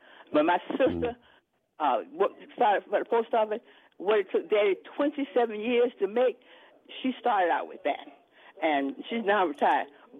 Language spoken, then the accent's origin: English; Georgia, United States; I'm 77 years old, and I'm in the fight to the end. I'm from Georgia, and so I know what it's like to have to go downstairs.